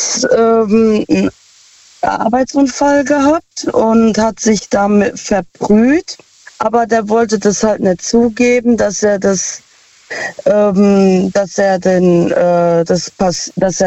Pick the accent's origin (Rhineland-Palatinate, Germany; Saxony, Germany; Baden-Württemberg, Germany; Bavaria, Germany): Rhineland-Palatinate, Germany; Ludwigshafen; Aus Lu, also aus Ludwigshafen.